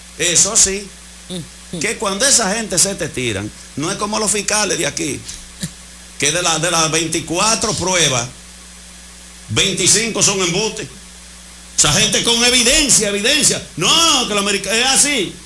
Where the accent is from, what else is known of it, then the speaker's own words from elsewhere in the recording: Gaspar Hernández, Espaillat, Dominican Republic; Yo soy de Blumen Flojo, de allá, de cosas, de Gaspar Hernández